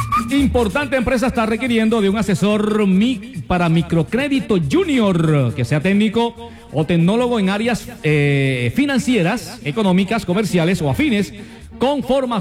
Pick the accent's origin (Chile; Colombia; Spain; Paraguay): Colombia; Arjona, Bolívar; Nosotros que somos de Arjona